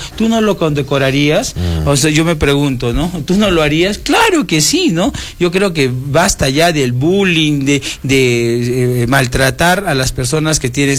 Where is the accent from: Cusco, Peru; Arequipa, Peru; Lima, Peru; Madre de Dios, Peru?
Arequipa, Peru; Yanahuara; viví, nací, crecí en Yanahuara